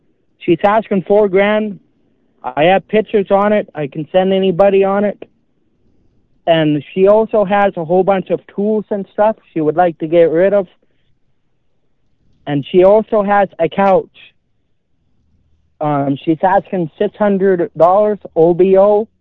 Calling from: Manitoba, Canada; I'm calling from Langmuir, Manitoba.

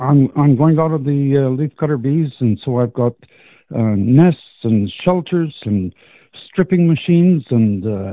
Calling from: Arborg, Manitoba, Canada

